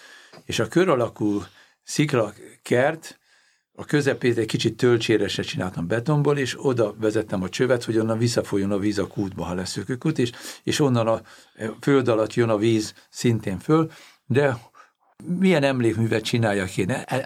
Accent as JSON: {"language": "Hungarian", "country": "Hungary", "said": "Mert magyar vagyok."}